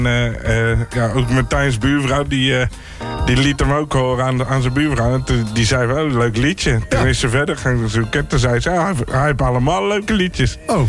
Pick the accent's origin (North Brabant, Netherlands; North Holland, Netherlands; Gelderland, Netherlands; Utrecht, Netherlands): Utrecht, Netherlands; now in Houten, Netherlands; Ik ben een Utrechter, maar, als je in Houten woont, dan ben je een Houtenaar.